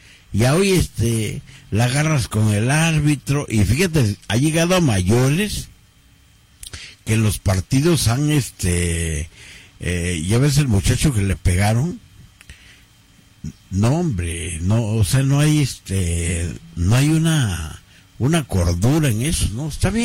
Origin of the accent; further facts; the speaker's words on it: Mexico; Somos mexicanos, amamos el fútbol